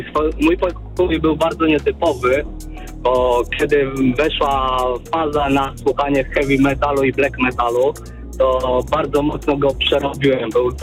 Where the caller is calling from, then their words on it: Kuyavian-Pomeranian Voivodeship, Poland; Ja z okolic Wąbrzyna. To jest województwo kujawsko-pomorskie.